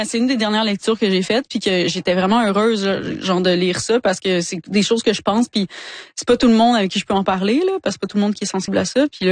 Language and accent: French; Quebec, Canada; Ouais, ma famille vient du bas du fleuve okay. aussi, mais ouais, j'ai grandi en Gaspésie.